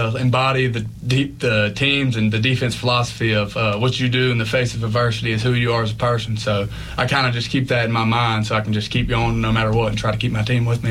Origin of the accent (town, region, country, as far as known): Bluefield, Virginia, United States; born or raised there; moved away as an adult